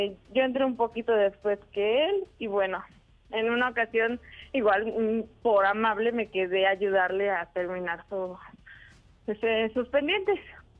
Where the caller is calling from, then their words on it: Mexico City, Mexico; Soy de la Ciudad de México y tengo 28 años.